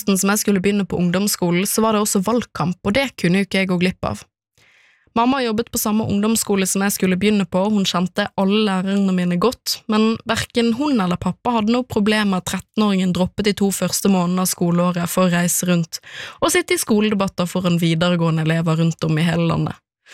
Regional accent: Bergen, Vestland, Norway; og jeg vokste opp i Bergen sentrum i en typisk moderne familie

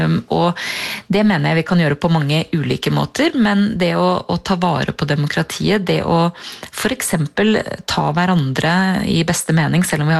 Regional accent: Strømmen, Akershus, Norway; Ikke akkurat i Oslo, men på Strømmen der jeg vokste opp, så var det alltid 17. mai-feiring nede på skolen

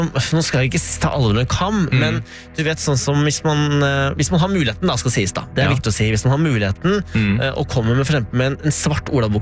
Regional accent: Alvdal, Innlandet, Norway; moved away; jeg har vokst opp på Alvedal.

